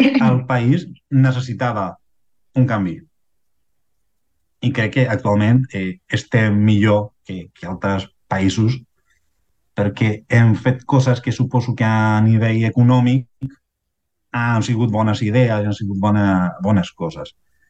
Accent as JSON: {"language": "Catalan", "country": "Chile", "second_language": "Catalan", "moved": "yes", "lives_now": "Catalonia, Spain", "said": "Jo sé que soc xilè, em sento molt a prop de Catalunya"}